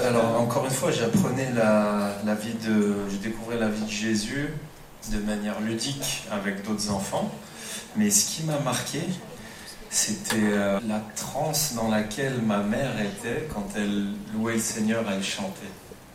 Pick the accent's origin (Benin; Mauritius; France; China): France; Chambéry, Auvergne-Rhône-Alpes; also born or lived in Grenoble; Donc, moi, j'ai grandi entre Chambéry et Grenoble. Je suis savoyard, mais à Chambéry.